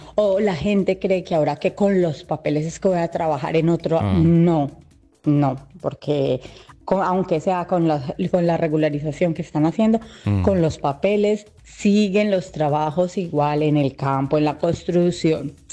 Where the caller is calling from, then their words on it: Spain; desde aquí de España.